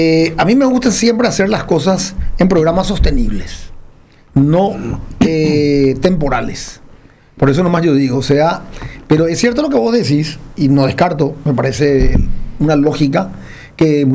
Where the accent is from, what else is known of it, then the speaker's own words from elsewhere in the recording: Asunción, Paraguay; Asunceno, bueno, mi mamá es de Concepción.